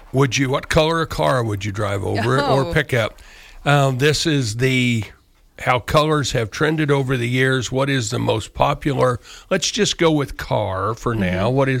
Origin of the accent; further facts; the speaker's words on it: Morganville, Kansas, United States; Morganville, which I left out, my hometown